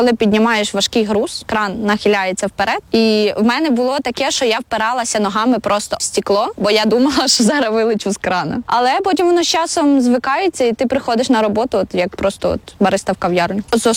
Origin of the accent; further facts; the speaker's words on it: Rivne Oblast, Ukraine; now in Lviv, Ukraine; Я з Рівненської області, і в нас там не сильно багато кранів. Точніше, 2 на все Рівне раніше було. І я, коли переїхала в Львів